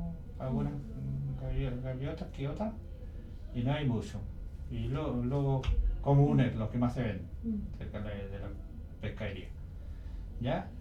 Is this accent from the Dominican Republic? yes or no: yes; Dominican Republic; yo creo que de a poco nosotros como dominicanos